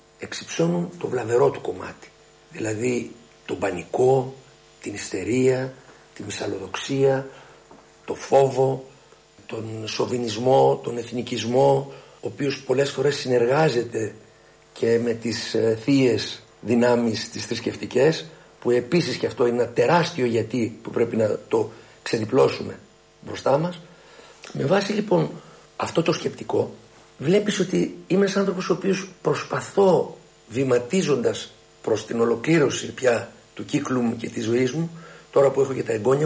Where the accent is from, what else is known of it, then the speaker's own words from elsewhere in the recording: Nikaia, Attica, Greece; born there; Και εμείς, εγώ και ο Χρήστος, γεννηθήκαμε στην παράγκα της Κοκκινιάς.